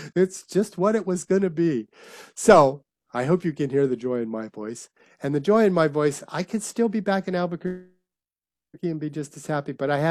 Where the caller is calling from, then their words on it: Niagara Falls, Ontario, Canada; I'm sitting in Ontario, Niagara Falls, Canada, doing this show because it means so much to me.